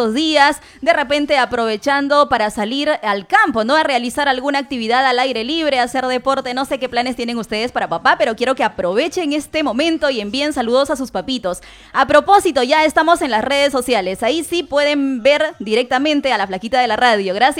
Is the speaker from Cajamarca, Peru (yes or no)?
yes; Lanches, Cajamarca, Peru; moved away; el centro poblado Lanches, mi tierra natal